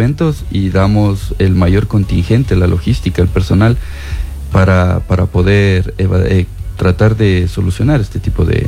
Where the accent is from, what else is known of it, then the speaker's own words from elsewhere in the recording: Ecuador; también somos ciudadanos, también somos ecuatorianos